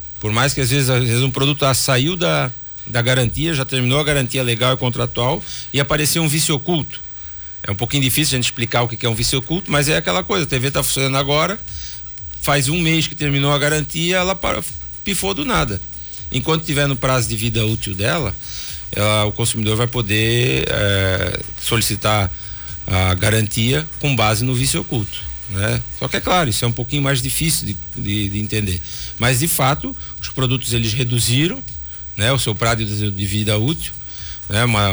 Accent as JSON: {"language": "Portuguese", "town": "Gaspar", "region": "Santa Catarina", "country": "Brazil", "also_born_or_lived": "Blumenau", "said": "eu que nasci em Blumenau, mas eu sou gasparense, por um detalhe da vida a gente acabou indo nascer em Blumenau"}